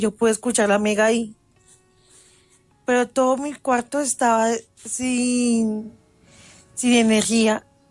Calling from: Bogotá, Colombia; Desde Meisen, Bogotá

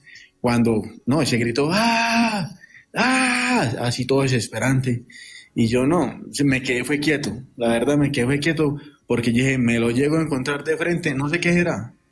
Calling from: Rionegro, Antioquia, Colombia; De Río Negro, Antioquia.

